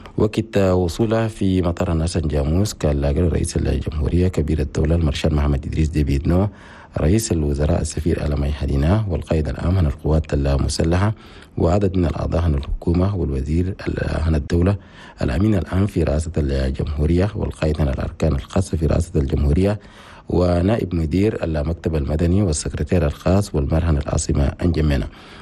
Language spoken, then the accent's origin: Arabic; Chad; بلدنا تشاد